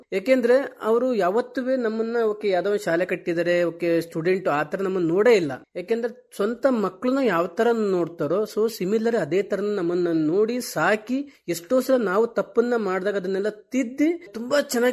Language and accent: Kannada; Karnataka, India; moved away; ನಾನು ಒಂದು ಕೃಷಿ ಕುಟುಂಬದಿಂದ ಬಂದಿದ್ದು. ಆ ಊರು ನೆಟ್ಟೇಕೆರಹಳ್ಳಿ ಅಂತೇಳಿ, ಒಂದು ಚಿಕ್ಕಮಗಳೂರು ನಿಯರ್ ಬೈ ಇರೋ ಅಂತ ಊರು.